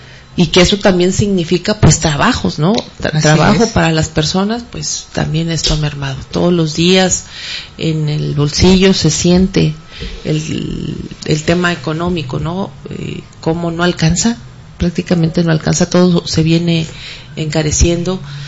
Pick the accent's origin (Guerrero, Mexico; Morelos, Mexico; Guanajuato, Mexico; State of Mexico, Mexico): State of Mexico, Mexico; Fui presidenta municipal en una tierra mexiquense. Yo vengo del Estado de México.